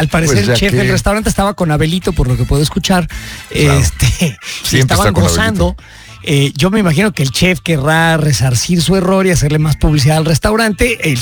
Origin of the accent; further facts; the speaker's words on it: Mexico; seamos lo que somos, mexicanos que estamos orgullosos de lo que proyectamos